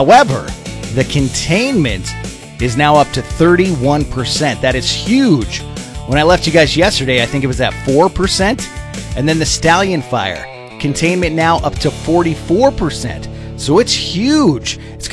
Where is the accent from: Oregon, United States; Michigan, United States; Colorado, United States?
Colorado, United States; Denver; And as a diehard Bronco fan, born and raised in Denver, I'm not exactly happy about what I have to say today.